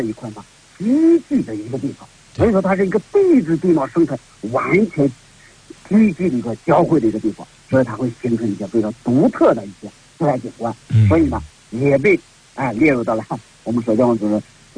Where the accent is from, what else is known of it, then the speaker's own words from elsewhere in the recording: Chengdu, Sichuan, China; 尤其像我们成都人